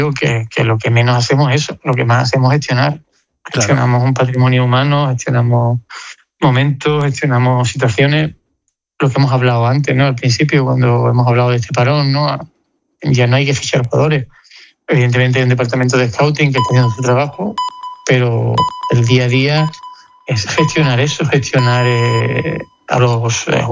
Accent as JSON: {"language": "Spanish", "town": "San Fernando", "region": "Andalusia", "country": "Spain", "tie": "born or raised there", "moved": "yes"}